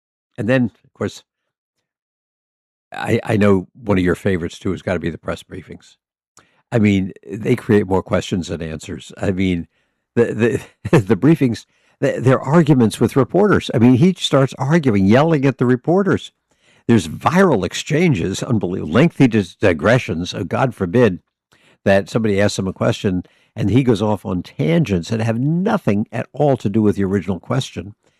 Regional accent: United States

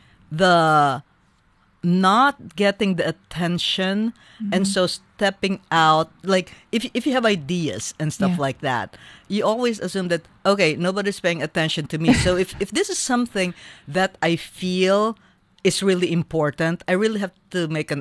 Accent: Philippines; born there; Yes, I was born in the Philippines.

